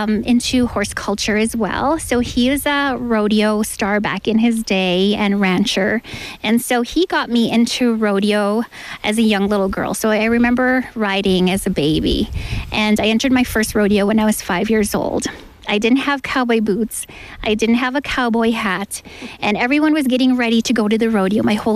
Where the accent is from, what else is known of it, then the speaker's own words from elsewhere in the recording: Kawacatoose Cree Nation, Saskatchewan, Canada; now in Tsuut'ina Nation, Canada; I'm originally from Kakawishtahau Cree Nation in Saskatc